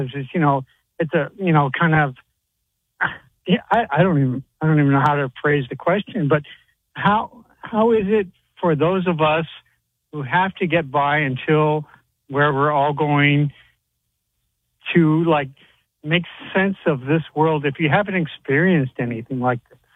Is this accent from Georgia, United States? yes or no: no; Sedona, Arizona, United States; And well, I grew up in Sedona, Arizona.